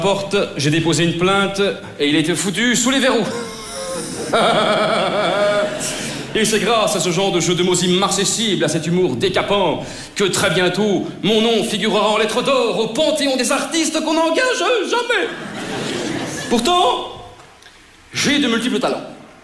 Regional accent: Brussels, Belgium; born there; Je suis né à Bruxelles. Je suis un humoriste belge particulièrement méconnu.

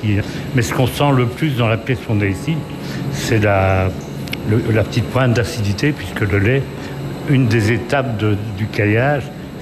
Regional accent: Bastogne, Wallonia, Belgium; born there; also born or lived in Digny; now in Condroz, Belgium; Je suis, comme beaucoup de Belges, nulle part. Hein. Je suis flamand d'origine, né à Bastogne. J'habitais longtemps à Digny. Et bah, on a adopté le Condro quand je me suis marié, la première fois.

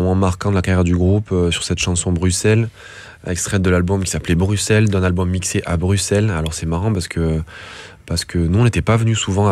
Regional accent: France; Devenu la blague en fait chez nous en France, ce truc-là.

